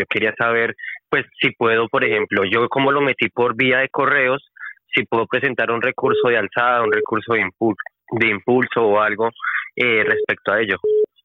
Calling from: Valencia, Valencian Community, Spain; de Valencia.

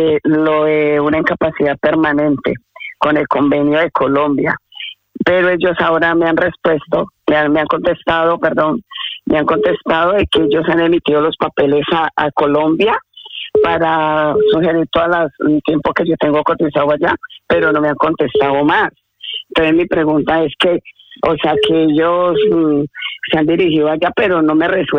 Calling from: Madrid, Community of Madrid, Spain; acá de Madrid

